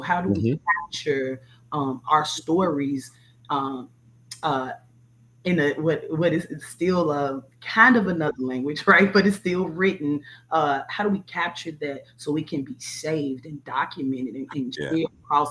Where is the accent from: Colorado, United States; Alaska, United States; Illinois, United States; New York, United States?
Illinois, United States; Chicago; I grew up in near North and the low end, which we call Bronzeville, back yep. and forth.